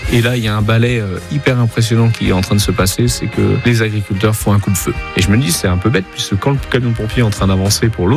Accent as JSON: {"language": "French", "town": "Auvers-le-Hamon", "region": "Pays de la Loire", "country": "France", "tie": "born or raised there", "said": "J'ai grandi à Auvers-le-Hamont, donc à côté de Sablé-sur-Sarthe, bercé par la famille."}